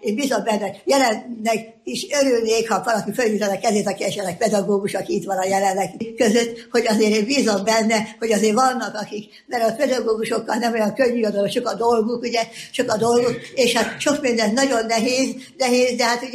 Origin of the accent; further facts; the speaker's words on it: Esztergom, Komárom-Esztergom, Hungary; moved away; én Esztergomból születtem, és ott ültem föl, és hát az egyetemet is nem könnyen, de azt is el tudtam végezni